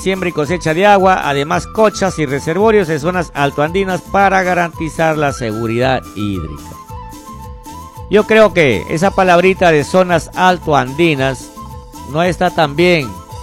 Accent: Bagua, Amazonas, Peru; ¿de dónde eres? De Bagua. Ah, selvático, te dicen. Y la gente piensa que estamos en selva, ¿no? Y nosotros estamos pues en una ceja de selva, rodeado de cadenas de montañas, cerros.

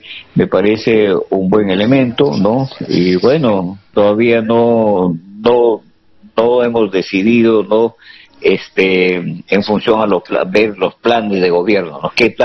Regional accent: Lamud, Amazonas, Peru; born there; Yo soy lamotino, yo soy nacido en Lamo.

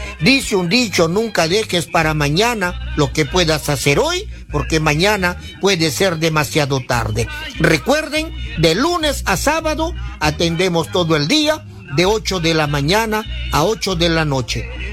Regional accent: Huancabamba, Piura, Peru; un hombre de 58 años de vida, con 48 años en el curanderismo. Yo allá en mi tierra, en Huancabamba, en Las Guaringas, desde los 10 años

